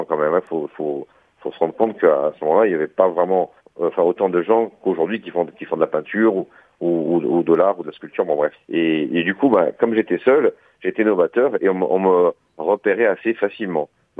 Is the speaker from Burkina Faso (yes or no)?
no; Montemaggiore, Corsica, France; j'ai grandi en Corse, évidemment, en Balagne, à Montemajor précisément.